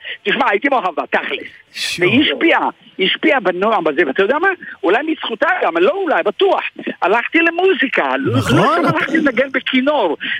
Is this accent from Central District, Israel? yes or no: yes; Ramla, Central District, Israel; also born or lived in Jaffa; now in Elad, Israel; לא, לא, לא, אני יליד יפו, יליד דג'אני. גדלתי ברמלה, אחרי צבא אלעד.